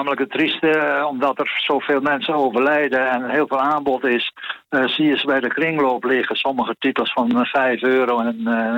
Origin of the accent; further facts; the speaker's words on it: Friesland, Netherlands; born there; als Fries van geboorte